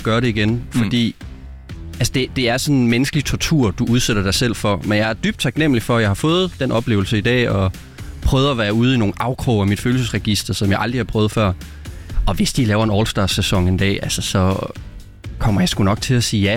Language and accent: Danish; Viborg, Central Denmark Region, Denmark; born there; moved away as an adult; now in Copenhagen, Denmark; I 26 i år har jeg boet 10 år i København, og 10 år i, og så før det 10 år i Viborg.